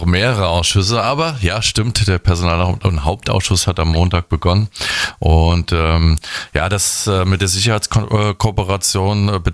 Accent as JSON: {"language": "German", "town": "Bad Kreuznach", "region": "Rhineland-Palatinate", "country": "Germany", "tie": "born or raised there", "said": "Ich bin ja in Winzenheim groß geworden"}